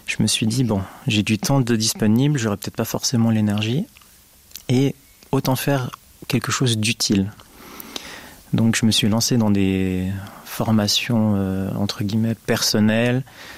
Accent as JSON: {"language": "French", "country": "Switzerland", "said": "que ce soit chez nous en Suisse ou dans des autres pays"}